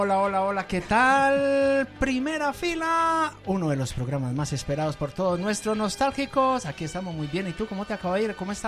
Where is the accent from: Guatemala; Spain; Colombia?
Colombia; Antioquia; Nosotros los paisas